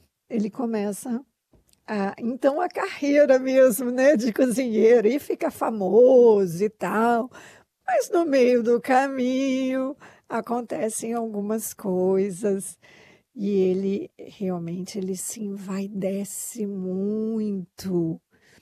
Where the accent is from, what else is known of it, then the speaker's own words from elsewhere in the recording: São Paulo, Brazil; eu cresci em São Paulo na década de 70, mas por incrível que pareça, São Paulo ainda é uma cidade muito arborizada, e na época era muito mais.